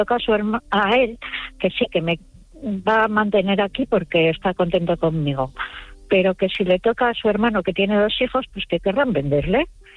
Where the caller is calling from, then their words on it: Santander, Cantabria, Spain; De Santander.